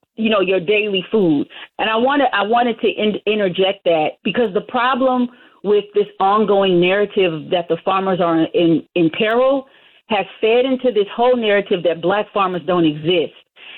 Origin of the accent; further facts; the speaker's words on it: Los Angeles, California, United States; also born or lived in Louisiana; I'm from Los Angeles. So in the summer times, I used to go to my grandmother's house